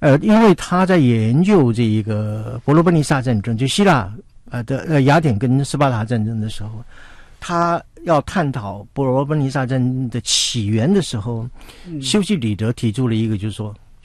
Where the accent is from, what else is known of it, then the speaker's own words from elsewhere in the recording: Taiwan; 我们台湾人很善良了，